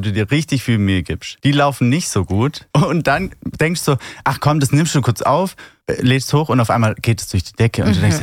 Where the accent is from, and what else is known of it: Baden-Württemberg, Germany